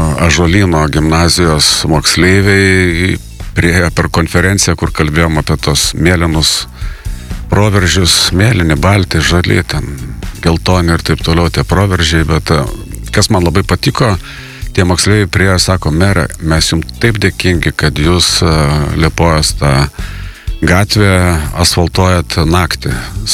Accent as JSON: {"language": "Lithuanian", "town": "Klaipėda", "region": "Klaipėda County", "country": "Lithuania", "said": "tai, ką mes klaipėdiečiai pamatysim kitų metų rudenį"}